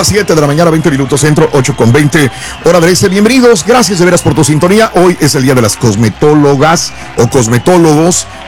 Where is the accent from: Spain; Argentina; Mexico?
Mexico; Soy mexicano